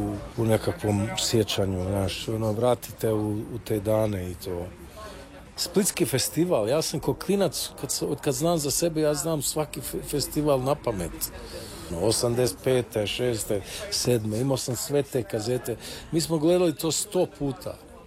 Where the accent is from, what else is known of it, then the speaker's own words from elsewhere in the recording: Australia; Na milion puta sam to slušao kao klinac u Australiji.